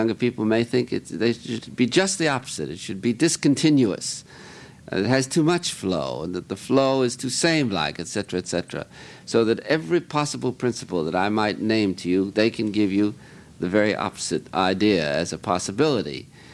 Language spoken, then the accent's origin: English; United States